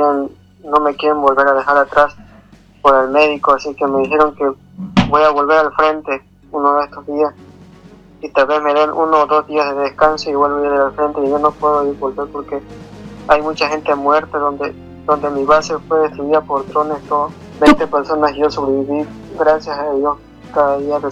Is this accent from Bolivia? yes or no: yes; Bolivia; moved away; soy de Bolivia